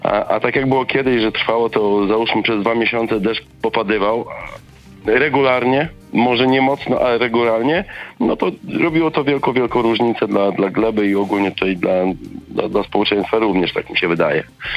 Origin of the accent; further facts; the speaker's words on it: Suwałki, Podlaskie Voivodeship, Poland; Pochodzę z Suwałki